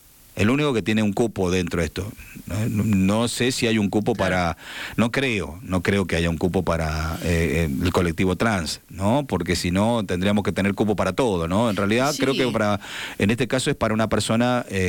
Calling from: Jáchal, San Juan, Argentina; Somos de Hachal, estamos espantados que se entregue una casa a una persona homosexual. ¿Qué seguridad tienen nuestros hijos acá en el barrio? Somos 53 familias y yo soy una de las habitantes que está enfrente de la casa de este señor

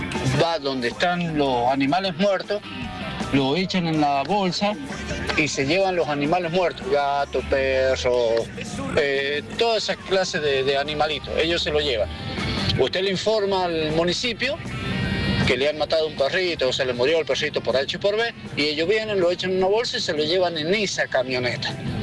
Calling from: Rawson, Argentina; Yo soy de Rawson.

